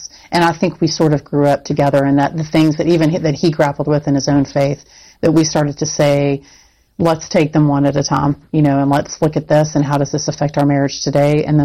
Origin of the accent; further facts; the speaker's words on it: Texas, United States; Growing up in Texas, it was okay to save the baby, but perfectly normal to execute the criminal.